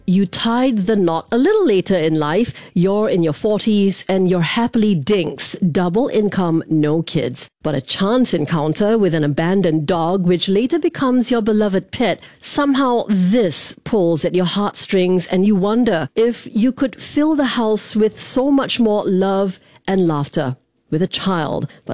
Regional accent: Singapore; I mean, as a Singaporean, I'm pretty sure because I am in this industry, it's not difficult for me to pronounce.

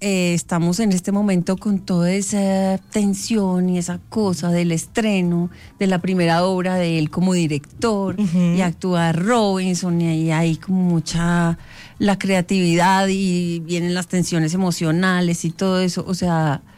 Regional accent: Medellín, Antioquia, Colombia; also born or lived in Cali, Colombia; now in Bogotá, Colombia; En Medellín. Y luego he vivido 30 y pico años aquí en Bogotá. Me siento muy bogotana.

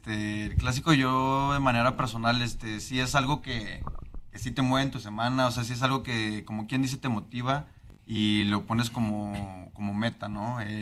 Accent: Torreón, Coahuila, Mexico; moved away; No, yo soy de aquí de Torreón.

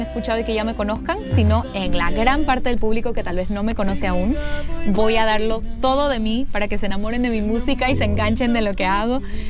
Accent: Guayaquil, Guayas, Ecuador; moved away; no, soy ecuatoriana, soy de Guayaquil.

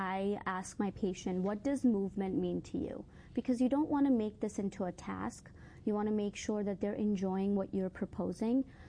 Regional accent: India; moved away; I grew up in India

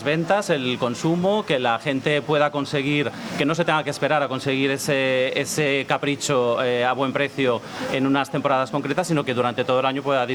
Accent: Valencian Community, Spain; now in Murcia, Spain; Yo no soy murciano, soy valenciano

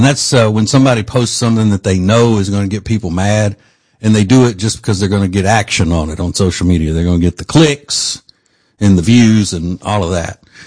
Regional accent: Charlotte, North Carolina, United States; Here I am from Charlotte, North Carolina, where I work and thrive in a big dangerous city.

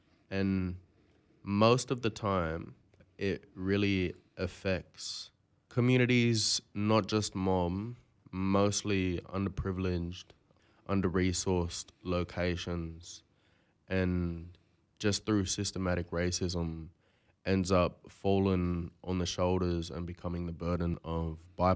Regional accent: Moree, New South Wales, Australia; Gamilaroi, so Big Gamilaroi, Dungari and Gumbangir. I'm from Moree, that's where I was born at, that's my home country.

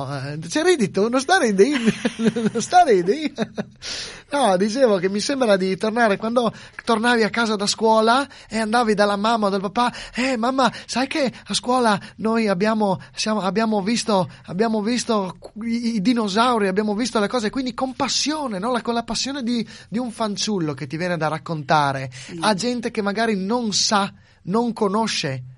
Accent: Friuli-Venezia Giulia, Italy; moved away; noi che siamo friulani

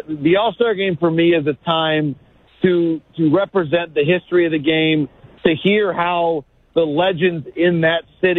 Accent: Detroit, Michigan, United States; the first one I covered was in my hometown in Detroit in 2005.

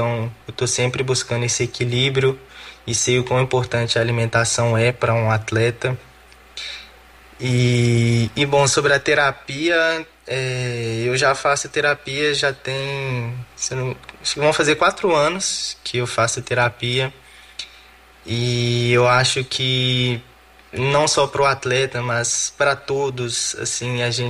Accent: Belo Horizonte, Minas Gerais, Brazil; moved away as an adult; no meu bairro, que é o bairro Serrano, onde eu cresci em Belo Horizonte

